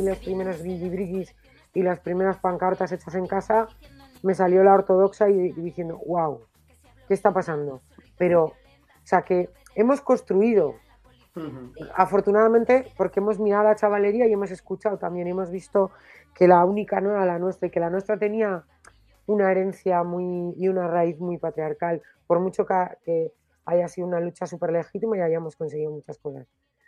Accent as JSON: {"language": "Spanish", "region": "Basque Country", "country": "Spain", "said": "como vasca que nació todavía en la dictadura, aunque ya estaba, cuando yo nací ya estaba el hombre ahí."}